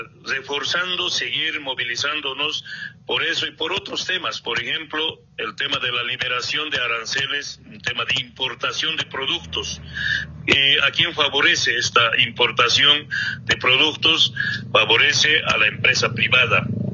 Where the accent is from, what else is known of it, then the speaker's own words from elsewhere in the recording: Bolivia; como cualquier boliviano, hemos sufrido bastante.